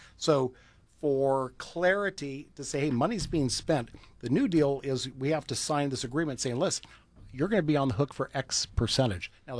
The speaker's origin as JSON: {"language": "English", "region": "Oregon", "country": "United States", "said": "If you ever walked in, I'm from Oregon, right?"}